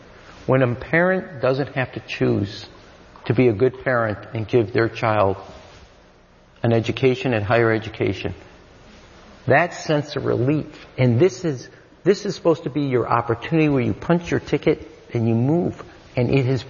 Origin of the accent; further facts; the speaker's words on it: United States; born there; I think being born an American is winning the lottery ticket of life.